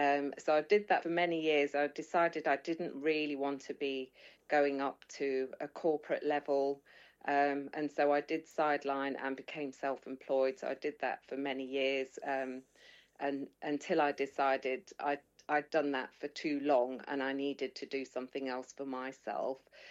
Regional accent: Leicester, East Midlands, United Kingdom; moved away as an adult; I was born and raised in Leicester. So I come from the Midlands, actually. And I came to university in London when I was about 18, all those years ago.

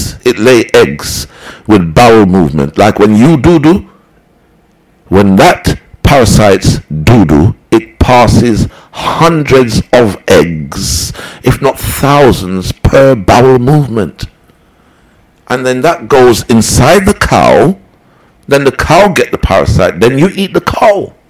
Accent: Jamaica; And you know, I'm a Jamaican.

